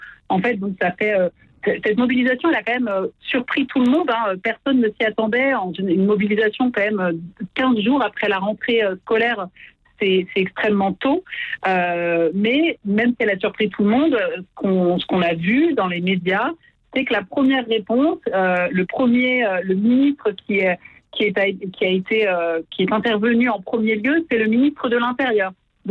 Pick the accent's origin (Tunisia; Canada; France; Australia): France; moi, je suis binationale. Je suis née, j'ai grandi en France, mais mon père était basque espagnol. Donc, j'ai la nationalité des deux pays.